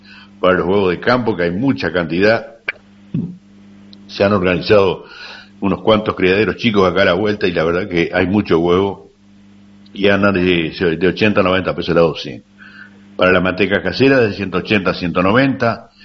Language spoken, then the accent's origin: Spanish; Uruguay; somos uruguayos